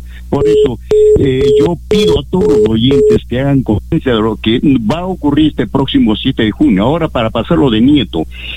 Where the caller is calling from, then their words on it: Peru; para poder nosotros como peruanos gobernarnos